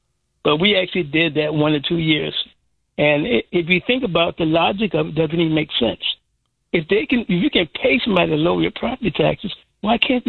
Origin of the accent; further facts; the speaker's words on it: Miami, Florida, United States; also born or lived in Maryland / New York; I'm from Miami, Florida. I lived in Maryland, and I live in upstate New York.